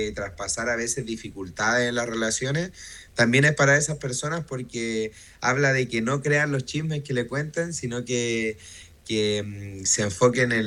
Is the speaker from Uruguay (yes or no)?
no; Villa O'Higgins, Aysén, Chile; Yo soy de Villa O'Higgins, que queda en el fin de la carretera Austral.